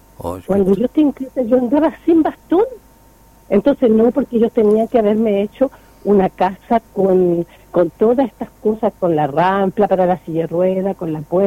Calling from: Campanario, Chile; Tengo 82 años, vivo en Campanario.

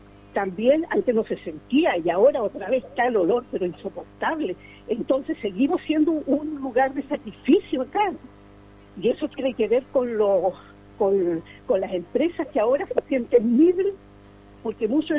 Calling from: Coronel, Biobío, Chile; De aquí de la población Berta.

